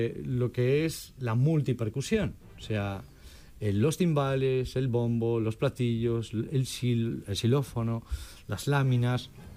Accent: Marín, Galicia, Spain; moved away; yo soy de Marín. Venía de un sitio donde eso era impensable

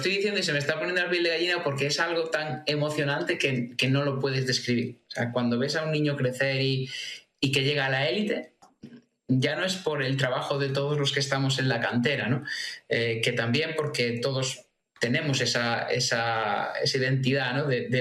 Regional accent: A Coruña, Galicia, Spain; Digo, eu son da Coruña.

